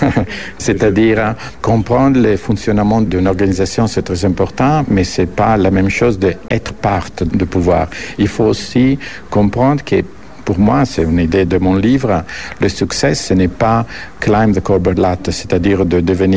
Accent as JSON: {"language": "French", "country": "Italy", "said": "parce qu'elle est musulmane, je suis italien, je suis catholique, et on vient de deux cultures complètement différentes."}